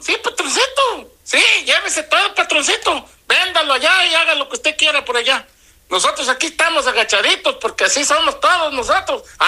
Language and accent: Spanish; Mexico; born there; Yo soy americano, soy nacido en México, gracias a Dios, y soy del continente americano